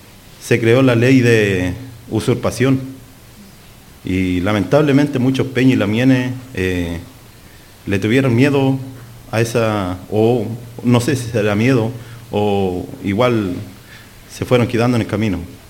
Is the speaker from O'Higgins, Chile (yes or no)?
no; Araucanía, Chile; yo vengo de Malleco